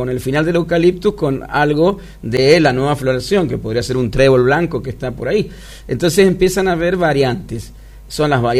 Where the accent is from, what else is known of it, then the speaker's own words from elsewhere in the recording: Mendoza, Argentina; como somos mendocinos, conocemos, sí, bien el mundo del vino.